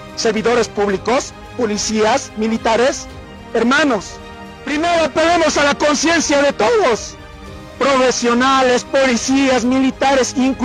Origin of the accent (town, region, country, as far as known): Bolivia